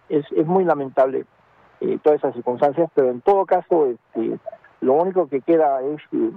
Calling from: Arequipa, Peru; yo soy súper arequipeño

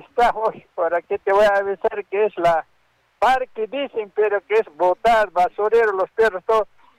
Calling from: Arequipa, Peru; Yo soy de Caima, de Buenos Aires, el mercadito de abajo, calle Jerón, Perú. Más o menos 3 cuadras en la esquinita de parque

